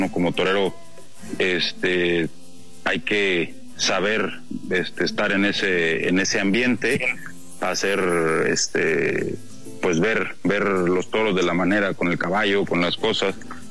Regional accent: San Luis Potosí, Mexico

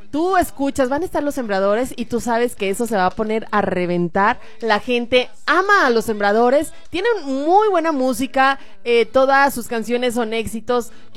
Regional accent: San Dimas, Durango, Mexico; Yo soy originaria de San Dimas. Entonces, a la gente de la sierra nos encanta la música

